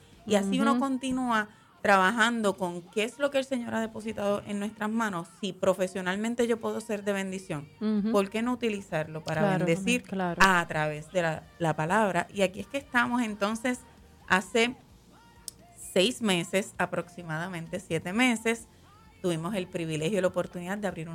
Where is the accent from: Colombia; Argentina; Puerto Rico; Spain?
Puerto Rico; Yabucoa; now in Ceiba, Puerto Rico; soy original de Yabucoa, pero estoy viviendo cerquita aquí en Ceiba